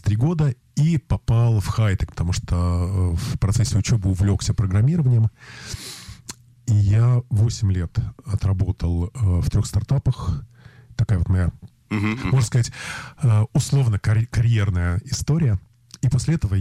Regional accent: Minsk, Belarus; also born or lived in Babruysk; Бобруйск меня, собственно, отвезли, чтобы родить. Так как родители моих родителей жили там. Вот первый год я провел в Бобруйске, но дальше все мое детство прошло в Минске.

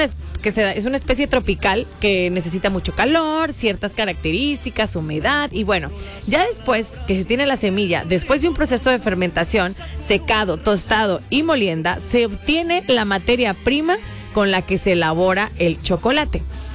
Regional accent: Mexico

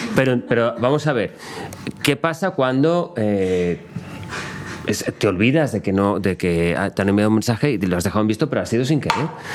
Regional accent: Valencian Community, Spain; Siendo yo valenciano es una expresión complicada.

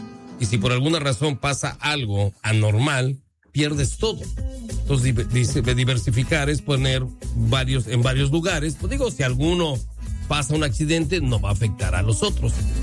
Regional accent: Mexico; now in United States; Cintia y yo somos de México.

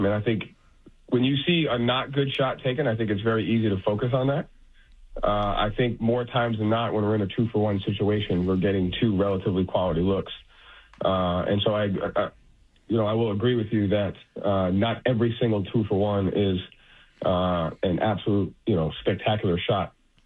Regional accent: New England, United States; we're all from New England. We all grew up being short being relatively a-holes

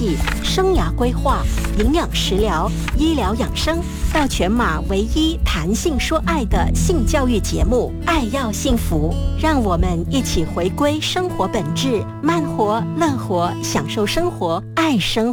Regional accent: Ipoh, Perak, Malaysia; 在霹雳州怡保我的家乡

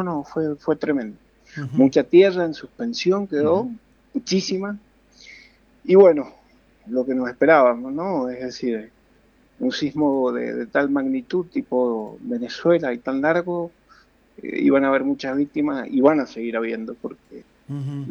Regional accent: Mendoza, Argentina; Sí tengo experiencia sísmica, soy de Mendoza, ¿no?

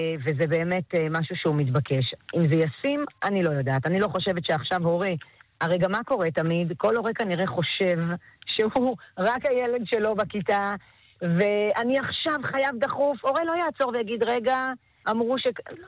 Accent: Jerusalem, Jerusalem District, Israel; born there; אני ירושלמית במקור, נולדתי ברמות.

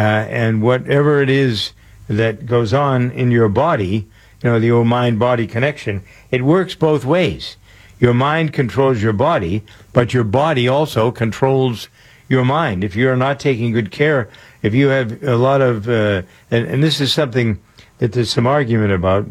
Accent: Framingham, Massachusetts, United States; I have one street in my hometown of Framingham, Massachusetts, that has five, count them, 5 chicken restaurants.

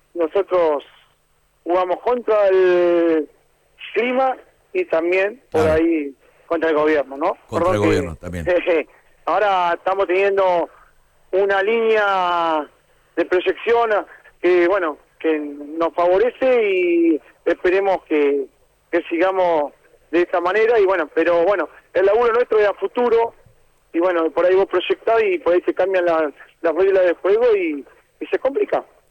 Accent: Carmen de Patagones, Buenos Aires Province, Argentina; Venimos de Carmen de Patagones.

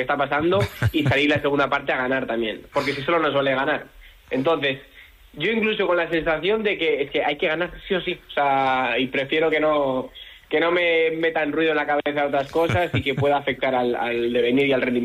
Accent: Bilbao, Basque Country, Spain; yo pues soy de Bilbao y estoy muy cerca y llevo ya muchos años en este club

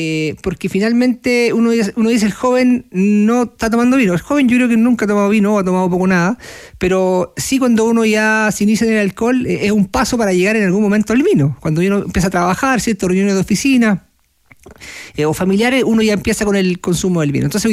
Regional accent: Chile

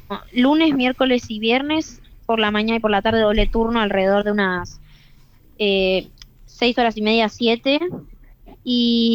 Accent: Pilar, Buenos Aires Province, Argentina; Sí, soy de Pilar.

